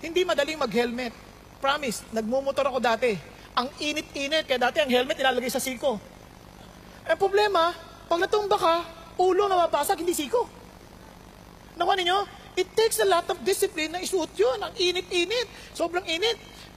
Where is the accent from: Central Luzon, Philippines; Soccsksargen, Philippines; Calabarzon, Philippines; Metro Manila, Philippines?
Metro Manila, Philippines; Marikina; kasi mahilig ako magmura, Marikeño ako eh. Marikeño, alam niyo sa Marikina.